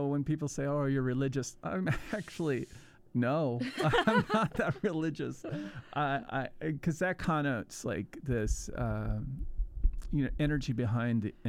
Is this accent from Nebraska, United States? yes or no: yes; Nebraska, United States; also born or lived in Houston, Texas; now in Austin, United States; I'm from Nebraska.